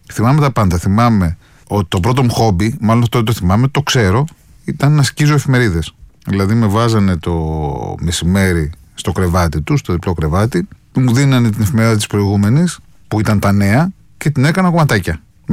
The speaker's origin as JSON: {"language": "Greek", "town": "Athens", "region": "Attica", "country": "Greece", "tie": "born there", "said": "Γεννήθηκα στο Μευτήριο Έλενα στην Αθήνα στις 3 Αυγούστου 1966."}